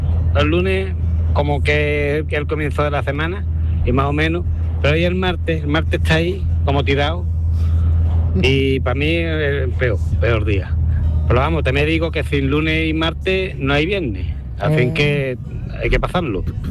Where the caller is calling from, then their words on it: Utrera, Andalusia, Spain; de Utrera.